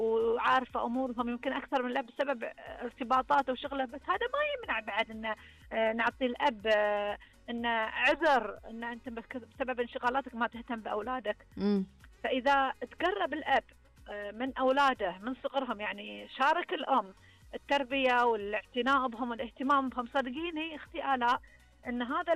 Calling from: Eastern Province, Saudi Arabia; احنا نقال عندنا هنا في الشرقيه

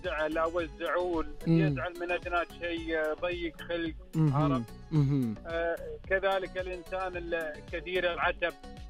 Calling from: Riyadh, Riyadh Province, Saudi Arabia; اكلمك من الرياض

